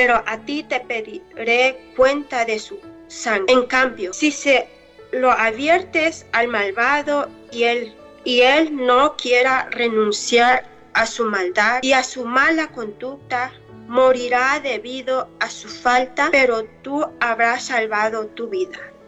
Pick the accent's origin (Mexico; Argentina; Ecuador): Mexico; Guerrero; first language Mixtec; Spanish is a second language; now in Arkansas, United States; Yo soy de aquí, de la comunidad de Arkansas, pero yo vengo de México, Guerrero. Vengo de un pueblito llamado Xitomacla. Decía que el pueblo de Tomatillo en español.